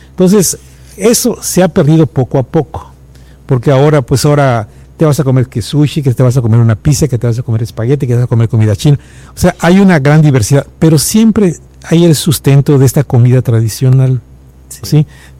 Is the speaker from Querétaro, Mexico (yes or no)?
no; Campeche, Mexico; yo soy de Santana